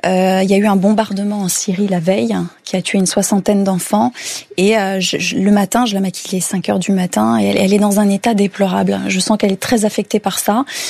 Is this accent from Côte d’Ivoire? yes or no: no; France; now in United States